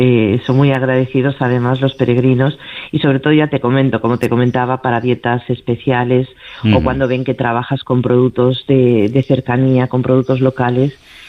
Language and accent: Spanish; Galicia, Spain; born or raised there; also born or lived in Madrid